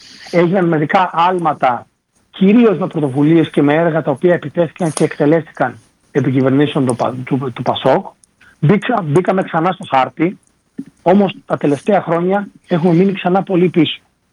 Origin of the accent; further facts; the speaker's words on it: Paramythia, Epirus, Greece; moved away; έχει καταγωγή από το Ηρωικό Σούλι, η μητέρα μου είναι από το Θεσπρωτικό Πρεβέζης. Εγώ μεγάλωσα στην παραμυθιά Θεσπρωτείας